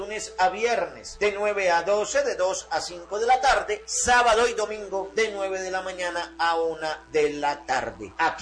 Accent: Calarcá, Quindío, Colombia; soy de aquí, de Calarcá.

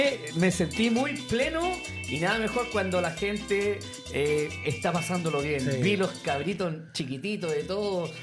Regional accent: San Bernardo, Santiago Metropolitan Region, Chile; born there; de mi querida comuna, sí, San Bernardo, donde yo nací.

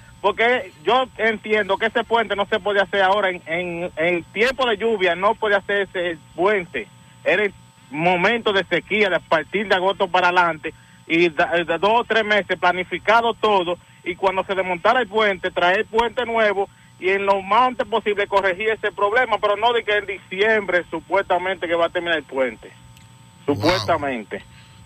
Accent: Monseñor Nouel, Dominican Republic; moved away; Yo no estando en Juma Bejucal, pero me duele porque yo soy nacido y criado en Juma Bejucal.

